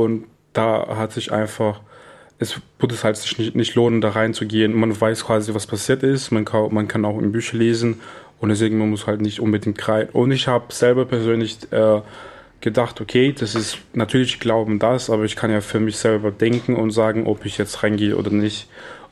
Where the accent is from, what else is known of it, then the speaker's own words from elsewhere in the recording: Brazil; moved away; Ich komme aus Brasilien natürlich.